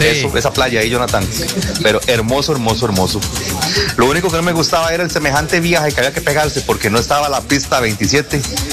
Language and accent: Spanish; San José, Costa Rica; born there; also born or lived in Sardinal, Guanacaste; now in Heredia, Costa Rica; yo soy nacido en San José. Pues vivo en Heredia. Pero sí, estuve como 4 o 5 años viviendo en el lado de Sardinal, Guanacaste. Estuve viviendo allá